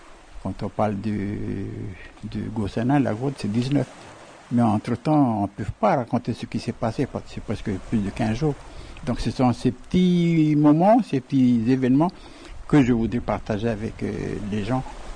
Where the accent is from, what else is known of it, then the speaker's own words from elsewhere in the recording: Ouvéa, Loyalty Islands Province, New Caledonia; je lis un texte pour faire en sorte que même si je suis loin d'Ouvéa, de ma tribu, je donne quand même mon témoignage.